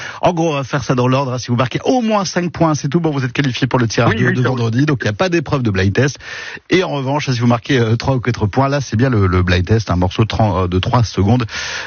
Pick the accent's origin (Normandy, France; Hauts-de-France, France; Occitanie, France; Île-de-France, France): Hauts-de-France, France; Jules Verne est décédé chez nous en Picardie